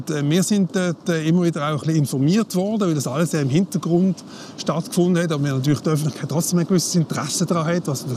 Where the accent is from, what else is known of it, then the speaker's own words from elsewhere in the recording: Switzerland; als Schweizer Journalist